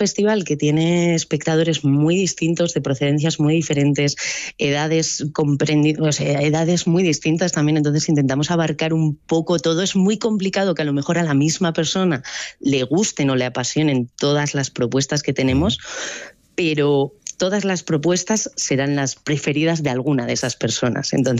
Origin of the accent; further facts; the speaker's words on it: Araia, Basque Country, Spain; Entonces yo estoy encantada con las propuestas que puedo acercar a Araya, que además es mi pueblo.